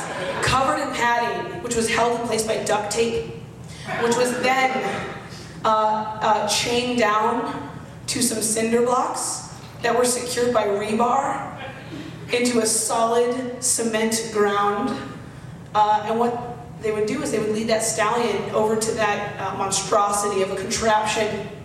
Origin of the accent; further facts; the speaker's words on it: Arizona, United States; I was raised in Arizona, and it was just like, I'd never dealt with allergies there.